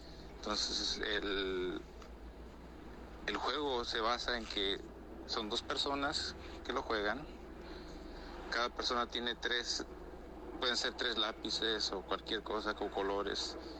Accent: Morelos, Mexico; now in Arizona, United States; soy de Arizona, originalmente de Morelos.

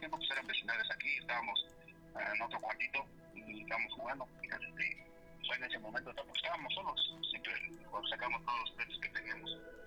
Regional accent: Tepito, Mexico City, Mexico; mi abuelito nos llevaba a las luchas aquí a la colisa, aquí, pero nosotros somos aquí de Tepito.

